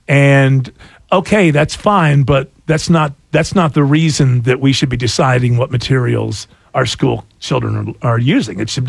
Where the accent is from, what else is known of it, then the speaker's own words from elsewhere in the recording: Utah, United States; well, I grew up in Utah.